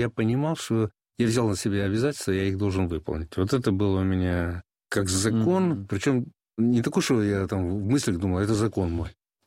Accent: Crimea, Ukraine; moved away; в детстве, еще живя в Крыму

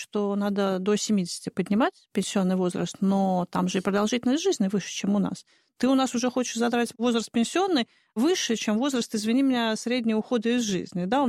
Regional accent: Moscow, Russia; И вот я, как коренная москвичка, всю жизнь, все свои, значит, весь свой огромный трудовой стаж, практически уже трехзначный, проработавшая в Москве

